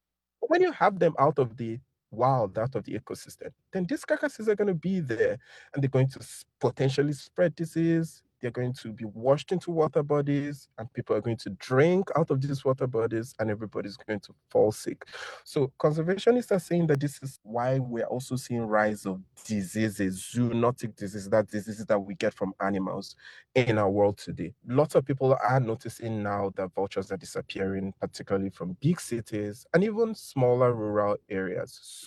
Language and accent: English; Lagos, Nigeria; born there; also born or lived in Enugu; So I grew up in Lagos, which is a big city.